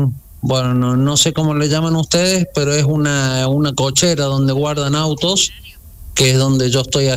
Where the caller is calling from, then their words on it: Córdoba, Argentina; nosotros que somos de Córdoba, de acá.